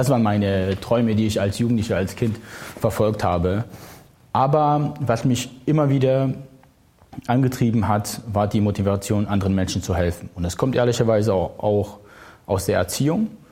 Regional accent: Plauen, Saxony, Germany; also born or lived in Iraq; Ich bin geboren im Irak, aufgewachsen im schönen Vogtland, in Plauen.

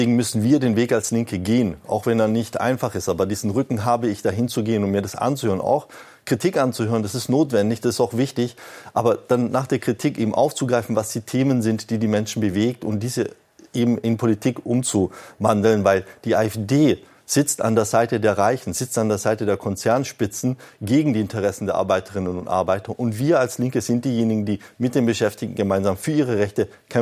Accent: Waiblingen, Baden-Württemberg, Germany; schon als Jugendlicher mich engagiert habe vor Ort in Waiblingen, der Heimatstadt, wo ich herkomme

